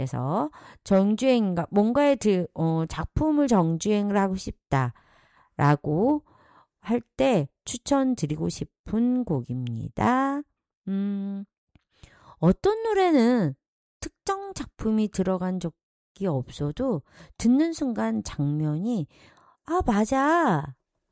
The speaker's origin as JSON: {"language": "Korean", "country": "South Korea", "said": "우리는 사실 한국 사람은 빨리빨리, 빨리빨리, 빨리빨리."}